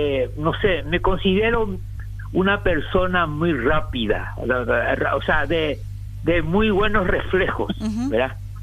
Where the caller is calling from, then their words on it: Paraguay; Yo te autorizo como paraguayo